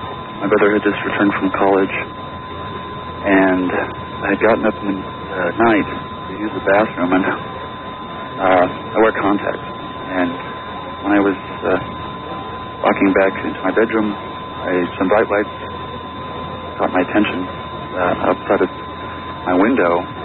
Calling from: Utah, United States; I am in eastern Utah.

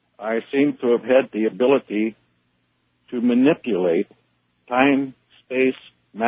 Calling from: Portland, Oregon, United States; I'm listening on KEX Portland.

